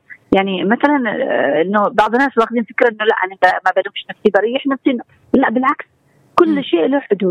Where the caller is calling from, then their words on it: Yemen; نحن كمجتمع يمني